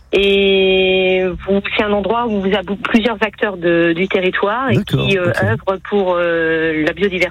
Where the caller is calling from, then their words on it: Galgon, Nouvelle-Aquitaine, France; J'habite à Galgon.